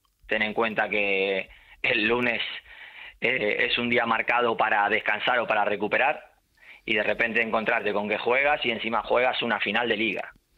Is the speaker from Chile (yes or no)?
no; Argentina; now in Melilla, Spain; yo como argentino, evidentemente Messi para mí está a otro nivel del resto.